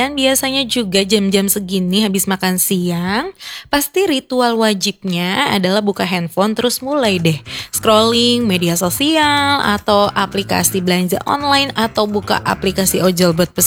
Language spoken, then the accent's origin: Indonesian; Jakarta, Indonesia; Dan apalagi di Jakarta gitu ya, aku kan dari Jakarta gitu.